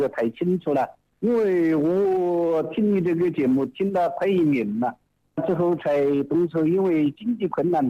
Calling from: Jingzhou, Hubei, China; 我是荆州的

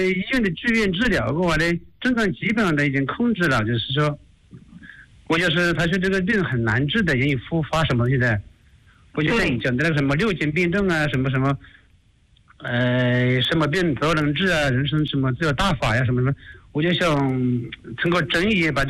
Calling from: Hunan, China; 我是湖南的一位听众哦。

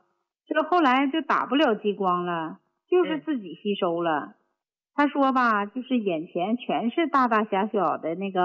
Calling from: Harbin, Heilongjiang, China; 我是哈尔滨的。

